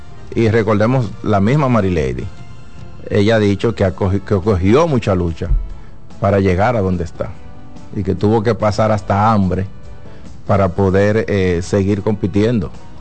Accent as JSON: {"language": "Spanish", "country": "Dominican Republic", "said": "nosotros como dominicanos"}